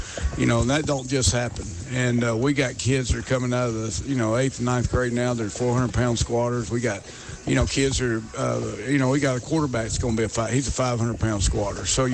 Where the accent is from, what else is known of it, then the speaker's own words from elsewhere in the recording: Pine Bluff, Arkansas, United States; I played at UAM. I'm from Pine Bluff, Arkansas